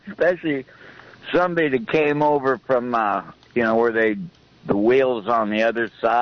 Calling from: Santa Cruz, California, United States; I'm okay. I'm calling from Santa Cruz.

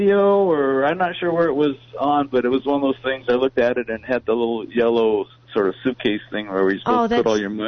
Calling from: San Juan Bautista, California, United States; from San Juan Bautista.

